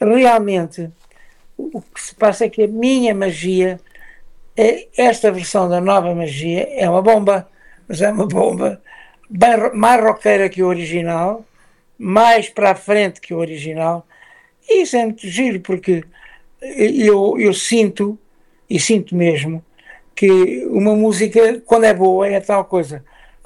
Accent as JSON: {"language": "Portuguese", "town": "Chamusca", "region": "Santarém", "country": "Portugal", "tie": "born there", "said": "Sim, eu nasci na Chamusca, mas aqui em Mucoforzanadia"}